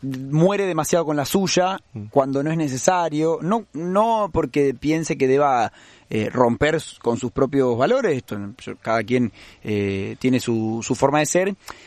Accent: Basque Country, Spain; Después, como vasco y simpatizante del Athletic Club de Bilbao, lo recontrabanco

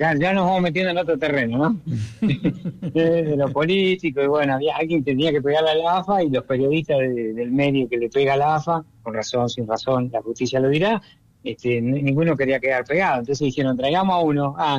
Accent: Argentina; moved away as an adult; now in Spain; aquí no hay esa pasión que solo tenemos los argentinos

